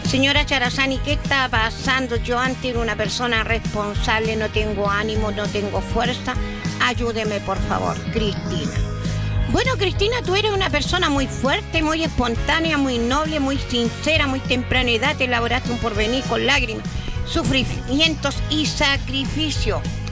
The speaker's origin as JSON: {"language": "Spanish", "country": "Chile", "said": "yo les recuerdo que como buenos chilenos siempre estamos en la ciudad de Cauquenes"}